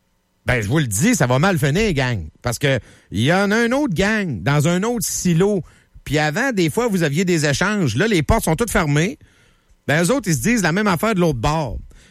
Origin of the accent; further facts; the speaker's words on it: Quebec, Canada; Québécois, nous sommes Québécois.